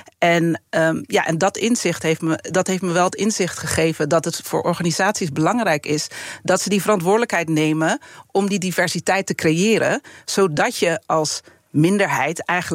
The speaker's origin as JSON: {"language": "Dutch", "town": "Haarlem", "region": "North Holland", "country": "Netherlands", "said": "ik kom uit Haarlem, ik ben getrouwd met Sabine en wij hebben twee tienerdochters."}